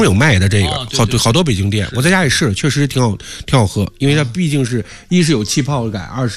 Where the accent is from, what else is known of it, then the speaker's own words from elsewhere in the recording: Luoyang, Henan, China; 可能是我洛阳人吃这个浆水面条，我可能已经习惯了这种味道